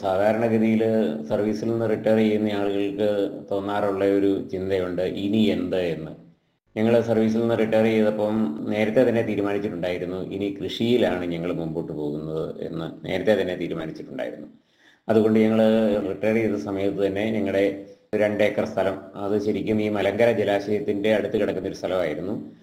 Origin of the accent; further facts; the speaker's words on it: Kudayathoor, Kerala, India; ഞങ്ങളുടെ സ്വദേശം ഇടുക്കി ജില്ലയിലെ തൊടുപുഴയ്ക്കടുത്ത കുടയത്തൂർ എന്ന് പറയുന്ന ഗ്രാമത്തിലാണ്.